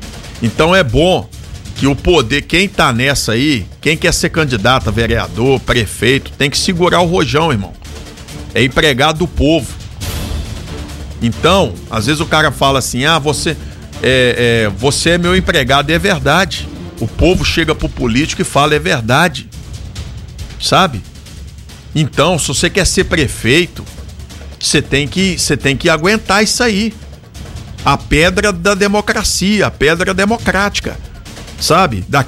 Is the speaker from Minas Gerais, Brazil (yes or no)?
yes; Coronel Fabriciano, Minas Gerais, Brazil; born there; o bairro onde eu nasci, que é a região do Caladinho de Baixo.